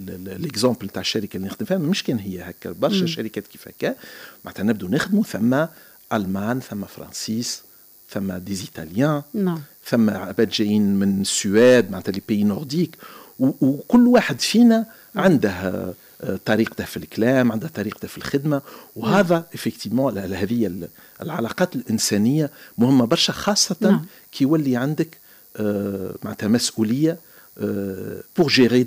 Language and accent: Arabic; Gafsa, Gafsa Governorate, Tunisia; moved away as an adult; احنا خارجين من قفصة عندنا معناتها فرق كبير بكل صراحة في العادات، حتى في طريقة الكلام.